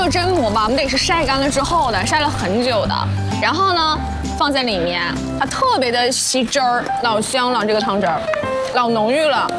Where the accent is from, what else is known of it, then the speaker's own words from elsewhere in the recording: Northeast China, China; 而且比如说我们东北人嘛，特别喜欢吃炖菜嘛